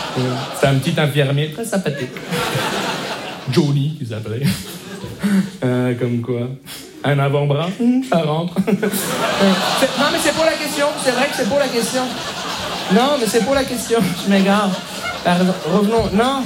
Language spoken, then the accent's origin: French; Montreal, Quebec, Canada; Bonsoir, je me présente … je viens de Montréal.